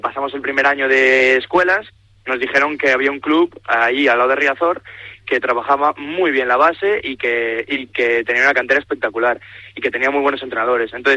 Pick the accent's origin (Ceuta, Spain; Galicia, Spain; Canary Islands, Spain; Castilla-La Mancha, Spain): Galicia, Spain; now in Catalonia, Spain